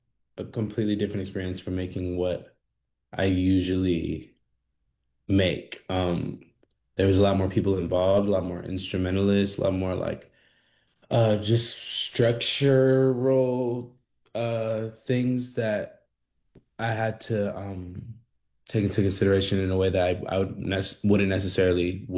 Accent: Florida, United States; My dialect, the music that I listened to growing up, there's so many sprinkles of my hometown in my music, for sure.

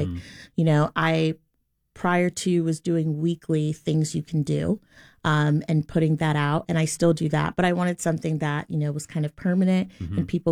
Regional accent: Tampa, Florida, United States; I'm from Tampa. I'm a Tampa native.

